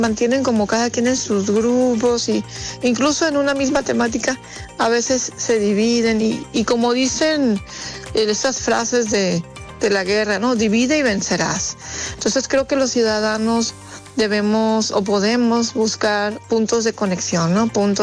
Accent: Culiacán, Sinaloa, Mexico; yo soy de Culiacán

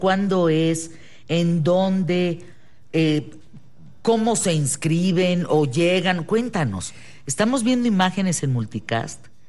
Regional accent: northern Mexico, Mexico; Yo también soy del norte.

